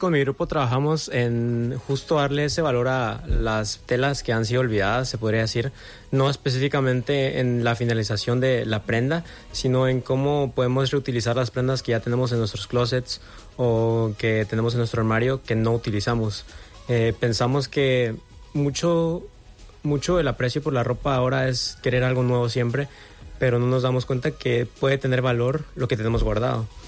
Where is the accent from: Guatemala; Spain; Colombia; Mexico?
Guatemala; moved away; Yo soy de Guatemala